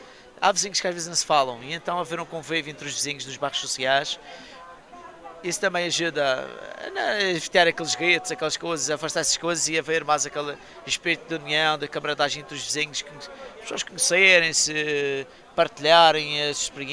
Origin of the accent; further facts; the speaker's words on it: Madeira, Portugal; E habituado com o sol que nós temos até quase às 8, 9 da noite na Madeira.